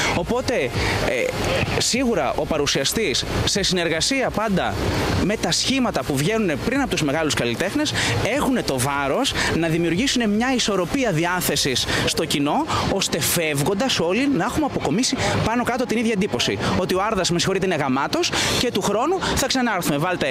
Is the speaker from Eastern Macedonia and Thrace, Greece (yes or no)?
yes; Mandra, Eastern Macedonia and Thrace, Greece; Κατάγομαι από ένα χωριό της Ξάνθης στη Μάνδρα. Είναι ένα μικρό μικρασιατικό χωριό στον κάμπο κοντά στη θάλασσα. Θρακιώτης συνεχίζω να είμαι από επιλογή, φανατικά.